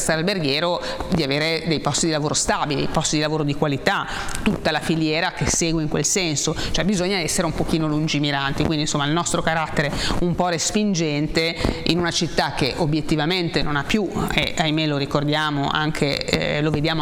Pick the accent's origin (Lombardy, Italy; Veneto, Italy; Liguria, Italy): Liguria, Italy; Genoa